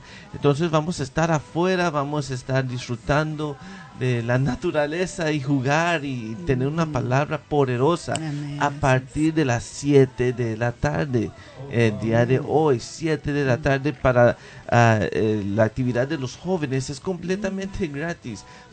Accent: Venezuela; now in Tennessee, United States; aún personas que no son de México, en mi caso yo soy de Venezuela

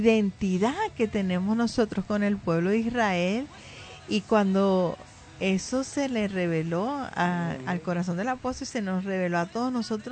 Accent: Venezuela; Por ejemplo, yo soy de Venezuela, el hermano Miguel es mexicano

